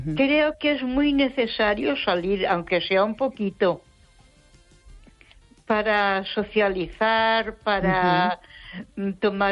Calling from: Ponferrada, Castile and León, Spain; de Ponferrada.

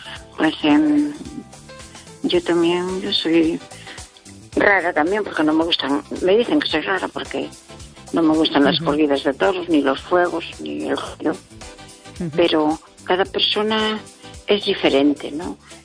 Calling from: Pontevedra, Galicia, Spain; Buenas noches … de Pontevedra.

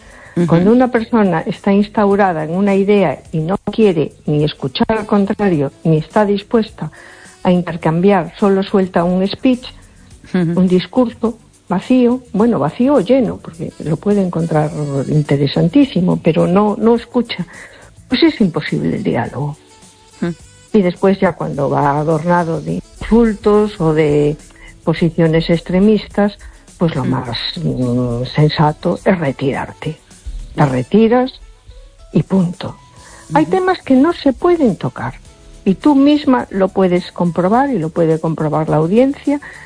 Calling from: A Coruña, Galicia, Spain; Hola, buenas noches. … de Coruña.

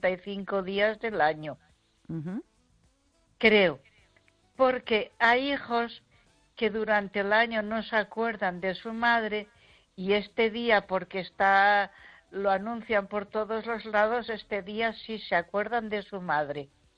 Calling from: Ponferrada, Castile and León, Spain; de Ponferrada.

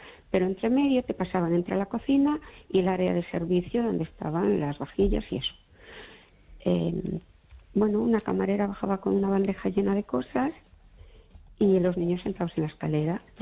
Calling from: Fene, Galicia, Spain

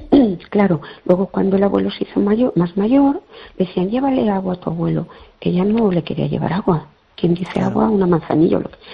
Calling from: Fene, Galicia, Spain

